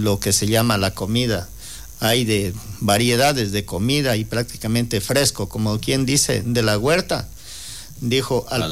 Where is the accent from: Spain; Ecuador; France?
Ecuador; Loja; born there; moved away; Mi tierra Loja es una tierra, es una belleza.